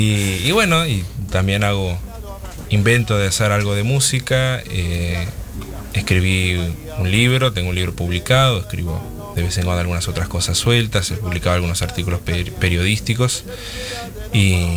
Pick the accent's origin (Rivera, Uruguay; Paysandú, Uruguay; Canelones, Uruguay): Rivera, Uruguay; Blanquillos; also born or lived in Minas de Corrales; soy de Minas de Corrales. En verdad, me considero más blanquillense, soy de Blanquillos, del campo, a unos 30 kilómetros de Minas de Corrales. Ahí fue donde crecí. Y igual siempre, obviamente, tuve mucho vínculo con Corrales y con Rivera. Y bueno, de ahí vengo.